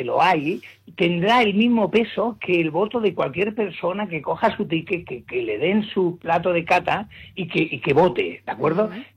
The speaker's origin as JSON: {"language": "Spanish", "town": "Badalona", "region": "Catalonia", "country": "Spain", "tie": "born there", "said": "yo soy nacido en Badalona, mis padres son de Orihuela. En su momento pues vinieron a Barcelona, como otra gente fue a Madrid o a otros sitios, ¿de acuerdo? Y claro, yo soy de aquí"}